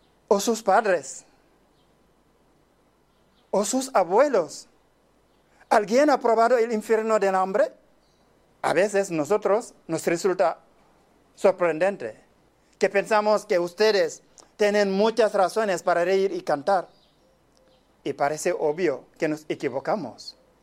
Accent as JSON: {"language": "Spanish", "country": "Senegal", "second_language": "Spanish", "lives_now": "Valencia, Spain", "said": "soy de Senegal. Llevo 10 años viviendo en Valencia."}